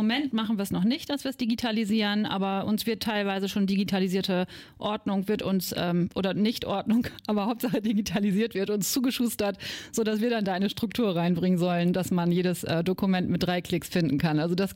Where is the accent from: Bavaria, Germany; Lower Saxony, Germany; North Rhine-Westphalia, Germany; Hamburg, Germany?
Lower Saxony, Germany; Schortens; Ich komme aus Schortens. Ich bin in Friesland, also in Schortens, auch groß geworden. Ich werde dieses Jahr 45